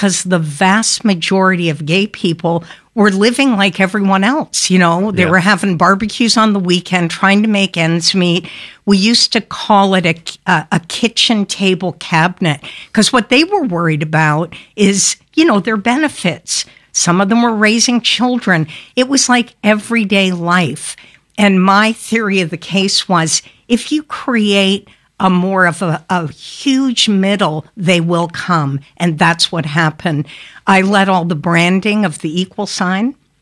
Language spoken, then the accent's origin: English; Canada; My theory, I came into this world, I'm Canadian, so I sprung onto the soil of the earth